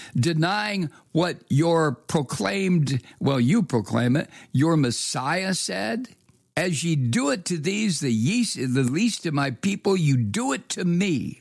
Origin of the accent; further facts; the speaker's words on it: United States; I am an American. I am a citizen in a country that the rest of the world now looks at.